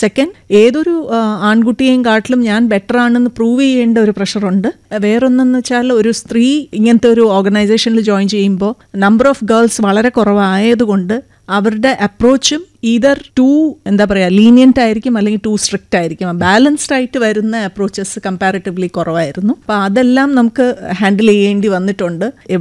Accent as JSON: {"language": "Malayalam", "town": "Bokaro", "region": "Jharkhand", "country": "India", "tie": "born or raised there", "said": "ഞാൻ വളർന്നത് നോർത്തിലെ ബീഹാർ സ്റ്റേറ്റിലായിരുന്നു. അവിടെ ബൊക്കാറോ സ്റ്റീൽ സിറ്റിയിലാണ് എൻ്റെ അച്ഛൻ വർക്ക് ചെയ്തുകൊണ്ടിരുന്നത്."}